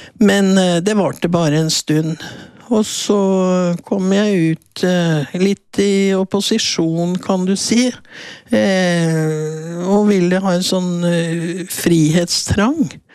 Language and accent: Norwegian; Oslo, Norway; Jeg var født i Oslo i 1943, såkalt krigsbarn. Jeg ble født bak blendingsgardiner på Josefinegaten klinikk, og vokste jo opp der, og gikk på skole der frem til syvende klasse da, for å flytte til Bøler, en av disse nye drabantbyene som vokste opp rundt Oslo.